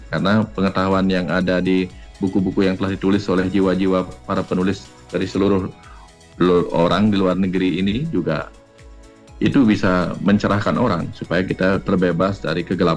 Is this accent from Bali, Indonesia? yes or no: yes; Bali, Indonesia; Ya mungkin kita orang Bali juga banyak yang nggak tahu, apalagi anak muda.